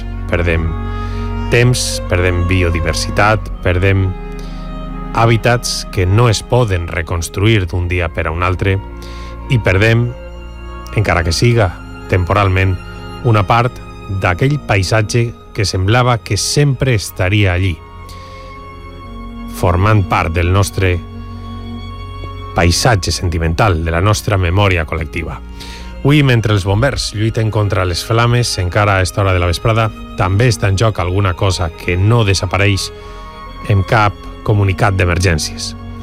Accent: Valencian Community, Spain

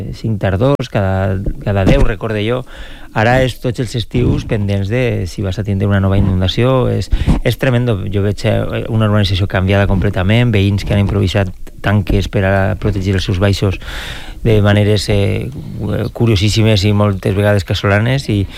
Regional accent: Alcossebre, Valencian Community, Spain; jo soc d'Alcossebre, que és el Baix Maestrat, on està la zona més roja del mapa

